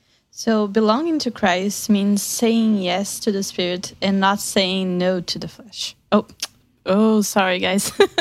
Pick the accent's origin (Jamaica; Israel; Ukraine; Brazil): Brazil; English is a second language; I'm from Brazil.